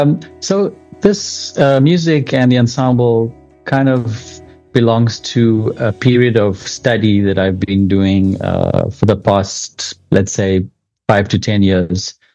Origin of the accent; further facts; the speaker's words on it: South Africa; I've also been trying to sort of figure out what my role is being South African.